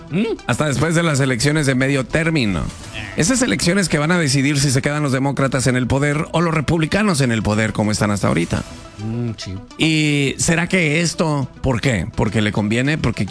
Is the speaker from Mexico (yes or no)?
yes; Mexico; Pura Mexican. Yo me. Emma, no sé qué quiere decir Mexican. Soy mexicana.